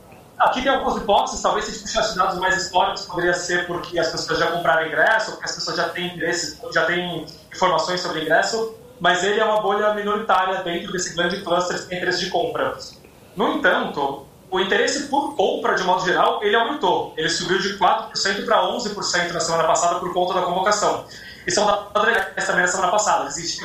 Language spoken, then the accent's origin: Portuguese; Brazil; E eu vou te falar que eu, como brasileiro fã de futebol, acho que vocês ainda mais